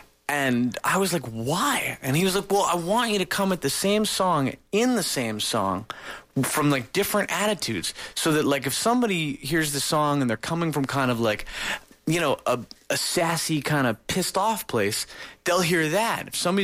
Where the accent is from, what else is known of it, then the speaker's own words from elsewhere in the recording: Princeton, New Jersey, United States; I'm from Princeton.